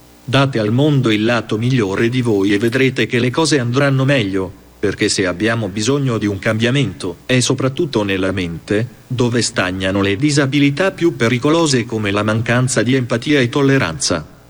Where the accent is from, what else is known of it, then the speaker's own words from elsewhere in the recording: Sardinia, Italy; born there; ho 22 anni, sono nato in Sardegna